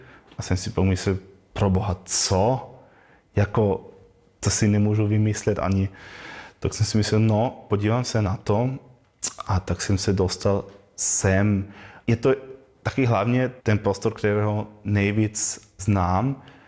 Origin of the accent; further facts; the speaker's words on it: Burgenland, Austria; first language German and Croatian; Czech is a second language; also born or lived in Vienna, Austria; Narodil jsem se ve Vídně, ale moja mamka je Chorvatka z Burgenlandu a moje tatínek je no, Rakoušan z Dolního Rakouska. Takhle vyrostl jsem s oběma jazyky, jako s němčinou a s chorvatštinou a pro mě to od začátku bylo normálně a cítím se i jako Chorvat